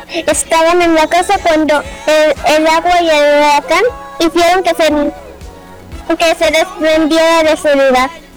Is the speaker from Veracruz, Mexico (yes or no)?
no; Chetumal, Quintana Roo, Mexico; es parte de nuestra historia de Chetumal.